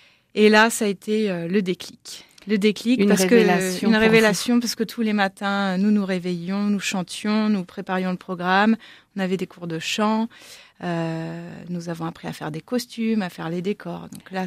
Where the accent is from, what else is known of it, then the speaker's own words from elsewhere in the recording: Mayenne, Pays de la Loire, France; Et là où j'ai grandi, en Mayenne également